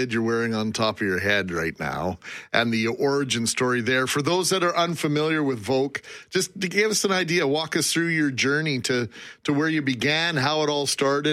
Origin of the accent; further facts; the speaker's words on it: Winnipeg, Manitoba, Canada; Sports is such a big part of growing up in Winnipeg.